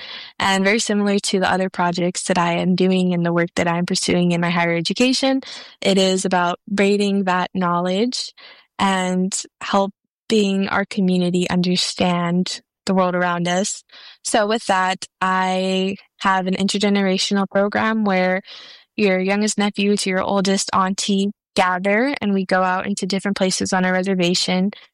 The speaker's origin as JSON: {"language": "English", "town": "Tucson", "region": "Arizona", "country": "United States", "said": "I come from the Pasco Yaqui tribe, barrio libre and new pasqua communities in Tucson, Arizona."}